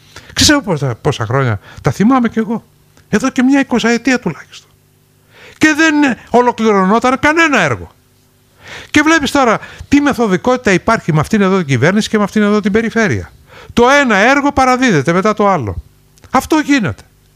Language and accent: Greek; Kalymnos, South Aegean, Greece; moved away as an adult; now in Rhodes, Greece; εγώ είμαι από την Κάλυμνο και ο Βασίλης από την Κάλυμνο